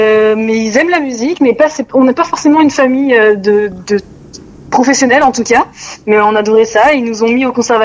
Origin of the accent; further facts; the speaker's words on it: Pau, Nouvelle-Aquitaine, France; now in Bordeaux, France; on vient du Sud-Ouest